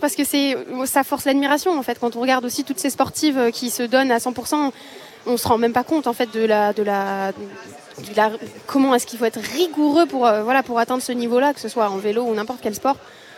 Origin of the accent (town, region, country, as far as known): Nice, Provence-Alpes-Côte d'Azur, France